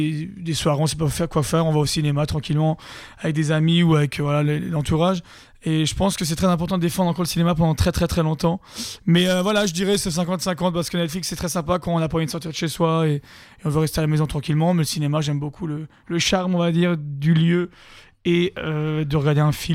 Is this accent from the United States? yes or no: no; Ettendorf, Grand Est, France; je vais dire Ettendorf, parce que c'est mon village natal